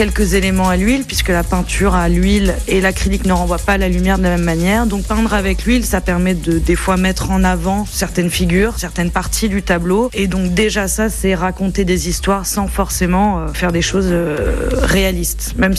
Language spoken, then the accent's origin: French; Île-de-France, France; moved away as an adult; also born or lived in Hauts-de-Seine / Lyon / Nîmes / Paris; now in Lille, France; Je viens de banlieue parisienne, je suis née dans le 92, j'ai grandi dans le 95. Après, je suis allée aux Beaux-Arts de Lyon, je suis descendue encore dans le sud, à Nîmes, pour revenir à Paris. Et depuis quelques mois seulement, je suis arrivée à Lille